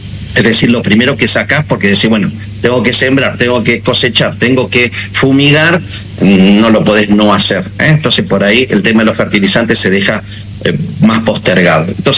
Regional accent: Córdoba, Argentina; En Córdoba, soy de Córdoba, sí

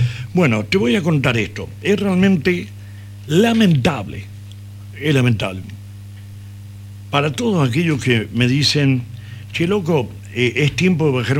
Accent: Chilecito, La Rioja, Argentina; esta condición nata de localismo manifiesto que tengo y que seguramente la gran mayoría de los chileciteños sentimos

